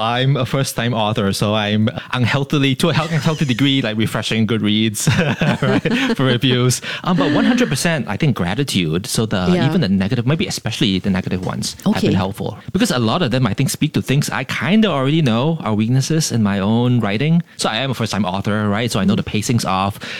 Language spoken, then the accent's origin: English; Singapore; We're Singaporean